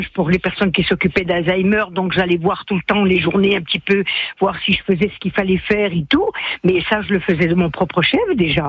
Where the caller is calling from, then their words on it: Furiani, Corsica, France; moi j'habite à Fouriani